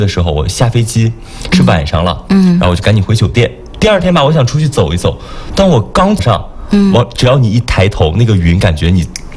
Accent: Northeast China, China; moved away as an adult; now in Yunnan, China; 宣传我们的家乡，给大家宣传了我的北方米线。

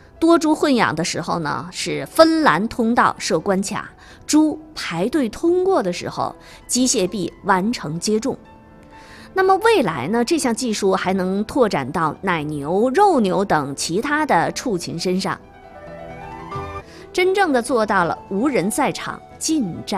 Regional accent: Northeast China, China; 咱们东北人啊，就愿意招呼咱们的街坊邻里啊

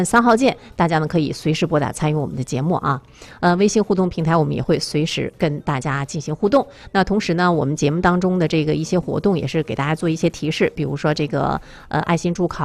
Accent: Suzhou, Jiangsu, China; 是我老家苏州的

